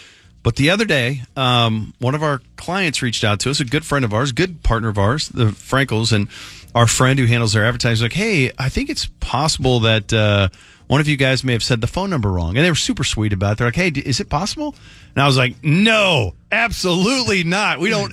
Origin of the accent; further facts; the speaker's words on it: Richardson, Texas, United States; We grew up together in Richardson.